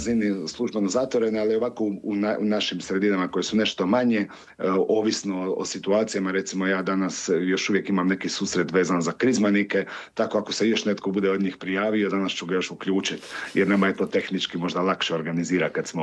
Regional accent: Vela Luka, Dubrovnik-Neretva County, Croatia; A ovdje kod nas na jugu, ne znam, kod mene, ja sam možda slični tom duhu. Kod nas u Veloj Luci, samo je Veloj Luci

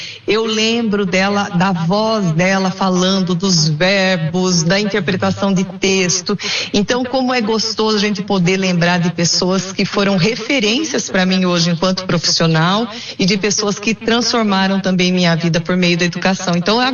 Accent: Bariri, São Paulo, Brazil; moved away; Eu sou nascida em Bariri, é uma cidade que fica aí bem no centro do estado de São Paulo, no centro-oeste paulista

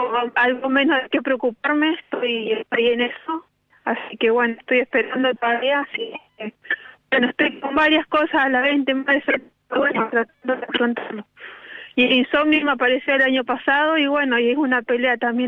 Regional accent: Neuquén, Argentina; No, viví en Neuquén Capital. Soy neuquina de corazón.

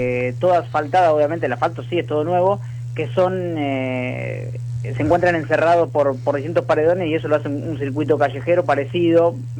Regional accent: Argentina; nosotros somos argentinos

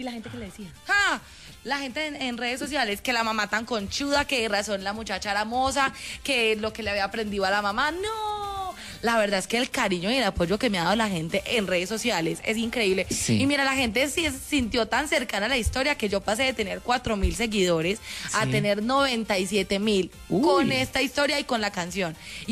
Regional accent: Colombia; yo amo Colombia, yo soy colombiana.

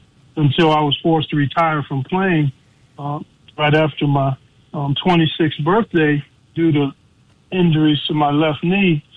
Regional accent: Cleveland, Ohio, United States; I'm the oldest of five kids. I grew up in Cleveland.

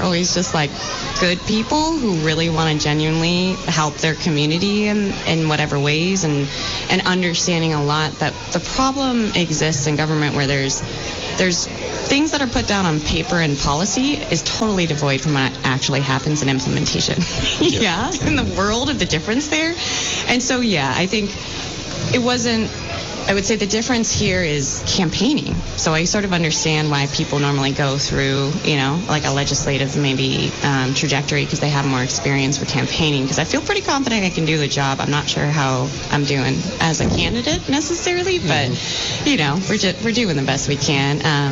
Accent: Vermont, United States; growing up in Vermont

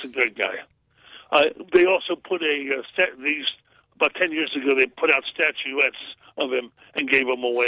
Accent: Youngstown, Ohio, United States; I'm from Youngstown. I was born raised here.

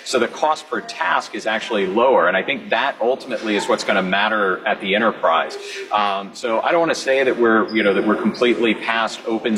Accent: Alabama, United States; my home state of Alabama.

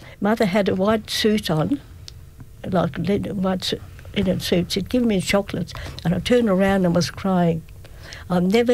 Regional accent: Australia; I said, I'm from Australia. I'm looking at my father.

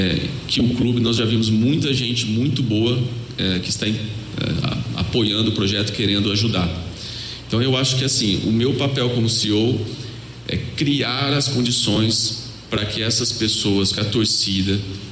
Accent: Brazil; nós brasileiros

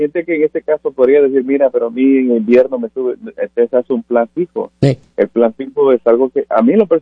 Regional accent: Guatemala; Ah, yo soy de Guatemala.

